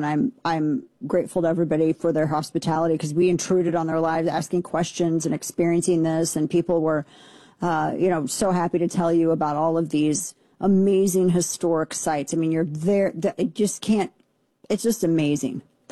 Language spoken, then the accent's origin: English; United States; as an American